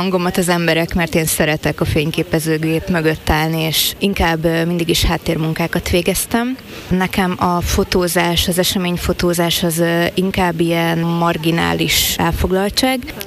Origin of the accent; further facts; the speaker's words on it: Békés, Hungary; én magyarországi szlovák származású vagyok, Békés megyéből származom.